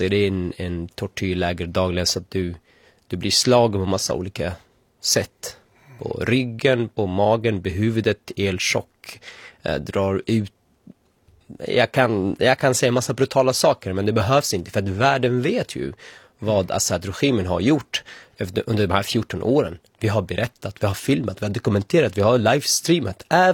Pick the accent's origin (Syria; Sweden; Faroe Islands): Syria; moved away; som syrier som har lidit i 14 år